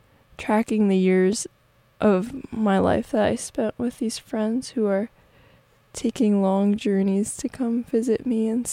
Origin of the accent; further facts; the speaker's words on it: East Coast, United States; now in Midwest, United States; I'm from the East Coast, and I just had a friend visiting